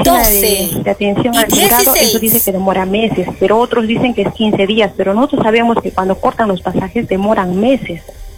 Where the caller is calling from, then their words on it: Camaná, Arequipa, Peru; Estoy llamando de Camaná